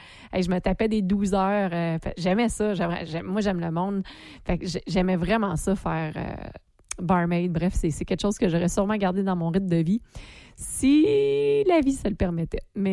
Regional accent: Thetford Mines, Quebec, Canada; moved away as an adult; also born or lived in Beauce; now in South Shore of Montreal, Canada; Je viens de Tedford-Mines nativement. Je suis rendue en rive sud de Montréal, mais j'ai grandi dans les bars de la Beauce à être barmaid.

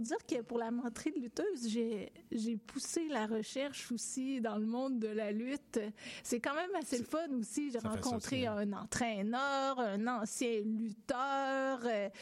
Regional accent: Black Lake, Quebec, Canada; Il y a mon enfance à Black Lake. Black Lake, c'était quand moi j'étais petite. C'est sûr que ça évolue un peu, mais quand moi j'étais petite, Black Lake, c'est une petite ville. Il y a une grosse, grosse mine d'amiante. Si vous êtes déjà passé dans le coin de Thetford Mines, la grosse mine très profonde

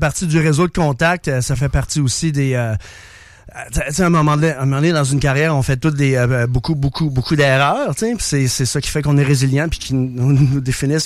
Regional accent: Trois-Rivières, Quebec, Canada; je viens de Trois-Rivières, donc c'est à l'école secondaire de La Salle.

